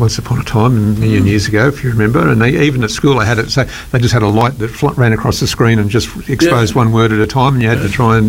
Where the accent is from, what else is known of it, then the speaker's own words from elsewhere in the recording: Wollongong, New South Wales, Australia; I used to be a Steelers fan since I'm from Wollongong, and then they told me I had to be a Dragons fan now, and I said, I just can't do that because we grew up hating the Dragons